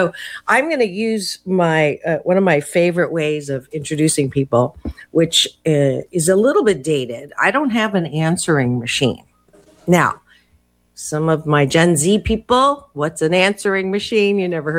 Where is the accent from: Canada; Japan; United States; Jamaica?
Canada; Waterloo, Ontario; born there; I was born in Waterloo.